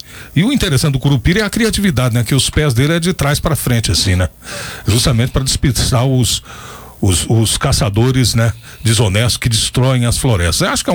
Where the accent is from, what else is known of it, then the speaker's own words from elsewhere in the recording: Ceres, Goiás, Brazil; born there; Nasci em Ceres aí.